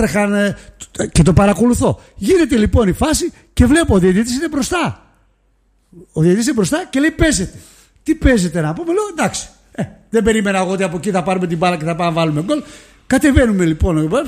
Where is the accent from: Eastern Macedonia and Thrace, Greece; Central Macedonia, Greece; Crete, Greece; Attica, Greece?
Central Macedonia, Greece; Thessaloniki; accent: Thessaloniki; θα καταλάβουν ότι είμαι από Θεσσαλονίκη με την προφορά, με καταλαβαίνουν με τη μία στην Αθήνα.